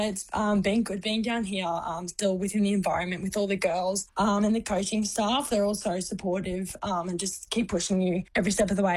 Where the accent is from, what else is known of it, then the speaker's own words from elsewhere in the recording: Roma, Queensland, Australia; moved away as an adult; now in Sunshine Coast, Australia; Yeah, so I've been in Roma, well, I was in Roma my whole life until the start of 2025 when I moved to the Sunny Coast. So I did prep to year 12 out in Roma. Mum and Dad are out in Roma still.